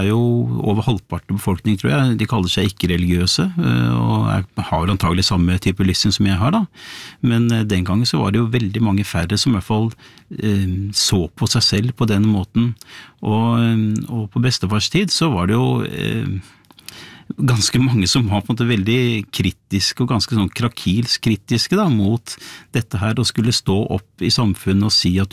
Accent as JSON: {"language": "Norwegian", "town": "Bærum", "region": "Akershus", "country": "Norway", "tie": "born or raised there", "said": "jeg vokste opp I Bærum på 70-tallet, blått og konservativt Bærum."}